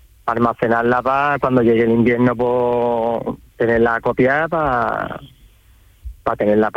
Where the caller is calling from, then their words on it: Dos Hermanas, Andalusia, Spain; Estoy ahora mismo en Dos Hermanas.